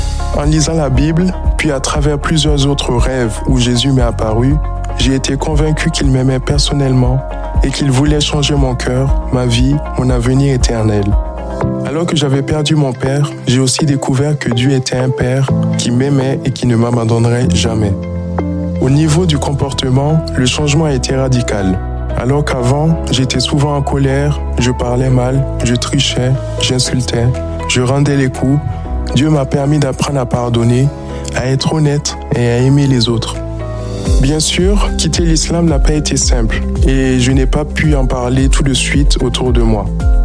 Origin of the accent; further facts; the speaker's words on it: Guinea; born there; Je suis né en Guinée, dans une famille aimante, avec un grand frère et une grande sœur. Comme la grande majorité des Guinéens, nous étions musulmans.